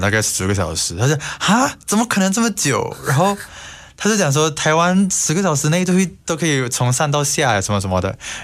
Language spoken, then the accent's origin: Chinese; Bintulu, Sarawak, Malaysia; moved away; 我来自沙劳越的明都鲁，非常的小。是从机场回到我家大概20分钟、30分钟就可以到。